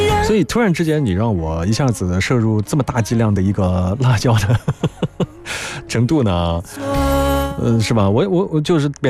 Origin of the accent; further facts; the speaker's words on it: Guangdong, China; now in Guangzhou, China; 我的父亲来自于我们广东最爱吃辣的那个城市啊，